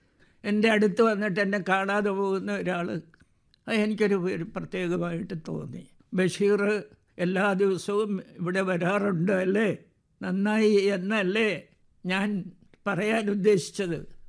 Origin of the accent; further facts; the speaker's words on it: Thiruvananthapuram, Kerala, India; moved away as an adult; now in Kozhikode, India; തിരുവനന്തപുരത്ത് ജനിച്ചു വളർന്ന് അവിടെ തന്നെ മരിക്കണമെന്ന് ആഗ്രഹിച്ച ഞാൻ കോഴിക്കോട്ട് വന്ന് കല്യാണം കഴിക്കാൻ